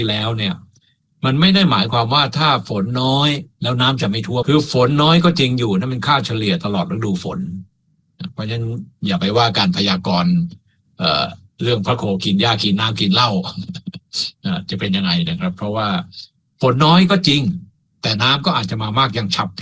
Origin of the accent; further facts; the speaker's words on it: Suphan Buri, Thailand; จังหวัดที่ผมเกิดและเติบโตสุพรรณบุรีก็ทำนากันเยอะนะครับ